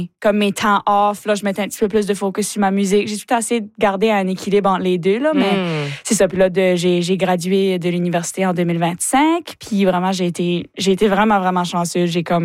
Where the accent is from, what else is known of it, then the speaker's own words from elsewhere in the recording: Chéticamp, Nova Scotia, Canada; Ouais, j'ai grandi à Chéticamp, comme t'as mentionné, tu sais, fait que j'ai grandi en faisant partie de la troupe du Conseil des arts de Chéticamp.